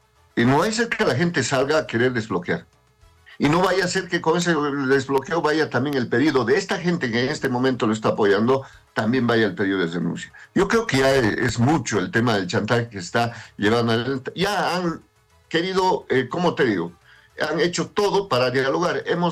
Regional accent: Bolivia; nuestros derechos como bolivianos

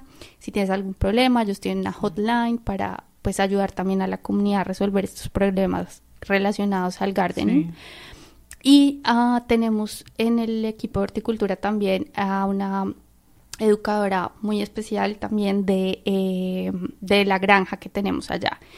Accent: Bogotá, Colombia; yo crecí en Bogotá, que es la capital de Colombia, es una ciudad que tiene muchos árboles

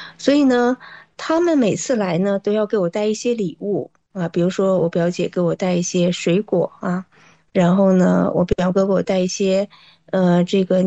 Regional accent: Northeast China, China; 我们就是东北的五常大米啊

